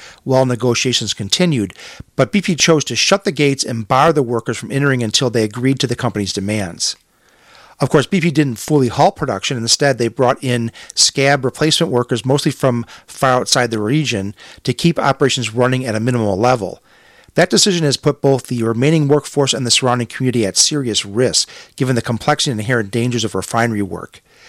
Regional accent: Chicago, Illinois, United States; Growing up in Chicago, living in Chicago the vast majority of my life

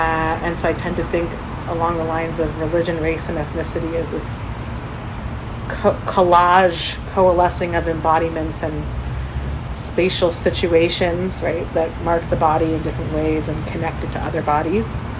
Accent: Cleveland, Ohio, United States; And I hail from the Cleveland area and really enjoy inhabiting different parts of the Rust Belt.

